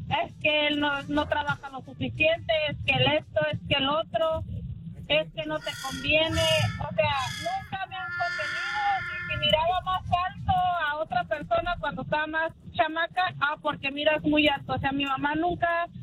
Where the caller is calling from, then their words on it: Loma Linda, California, United States; yo vivo en la ciudad de Loma Linda